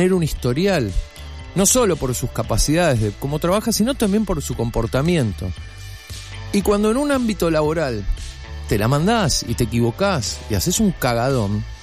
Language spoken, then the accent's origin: Spanish; Argentina; cómo desarrollar un anticuerpo como argentinos